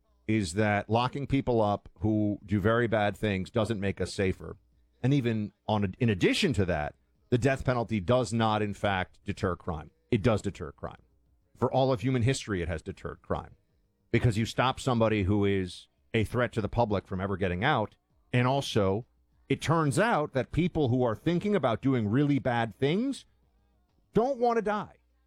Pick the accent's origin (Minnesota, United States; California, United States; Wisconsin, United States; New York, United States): New York, United States; New York City; This is a Democrat who could very well win a congressional seat in New York City, my hometown